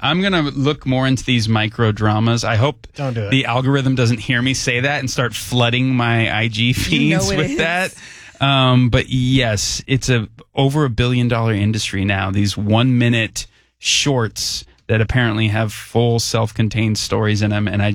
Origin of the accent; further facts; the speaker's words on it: Argentina; now in United States; I grew up in Argentina under military dictatorship, rampant inflation, machismo.